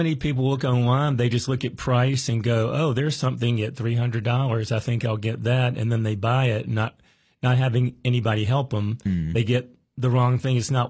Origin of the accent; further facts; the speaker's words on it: Greenville, North Carolina, United States; Well, I had met someone in Greenville, North Carolina, which is my hometown